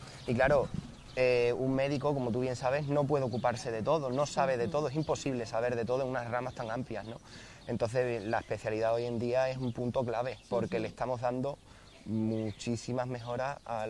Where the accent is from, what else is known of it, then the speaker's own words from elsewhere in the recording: Cáceres, Extremadura, Spain; yo soy de Cáceres